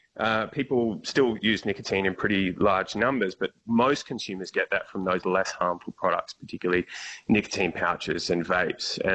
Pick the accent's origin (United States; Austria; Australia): Australia; Victoria; my home state of Victoria